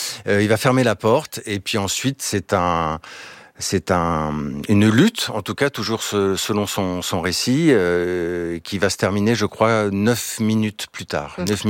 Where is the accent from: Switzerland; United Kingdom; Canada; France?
France; accent: French; qui reconnaît mon accent français